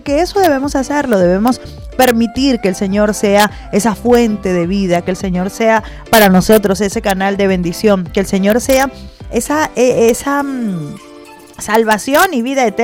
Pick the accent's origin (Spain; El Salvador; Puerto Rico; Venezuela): Venezuela